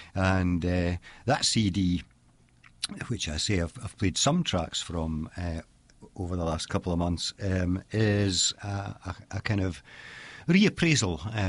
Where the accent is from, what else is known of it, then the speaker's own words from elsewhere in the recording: Big Stone Gap, Virginia, United States; my hometown of Big Stone Gap, over the line in Virginia there